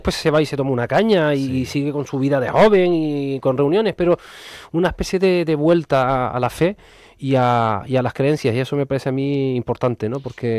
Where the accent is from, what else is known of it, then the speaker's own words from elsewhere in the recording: Canary Islands, Spain; tenemos que cuidarla como canarios y como españoles.